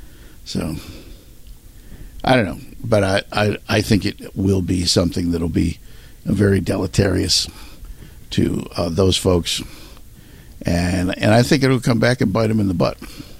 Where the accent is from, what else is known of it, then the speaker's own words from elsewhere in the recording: Baltimore, Maryland, United States; I grew up in and around Baltimore, which meant I watched Baltimore TV.